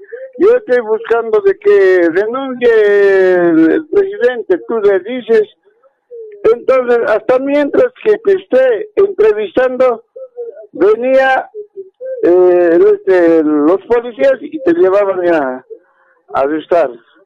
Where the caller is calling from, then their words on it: La Paz, Bolivia; llamo desde la ciudad de La Paz